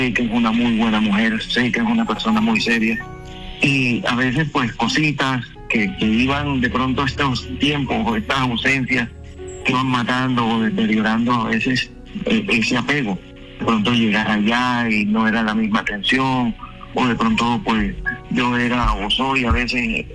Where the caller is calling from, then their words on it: Sincelejo, Sucre, Colombia; yo vivo en Sincelejo